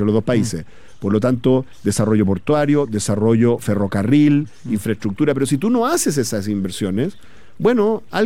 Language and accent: Spanish; Chile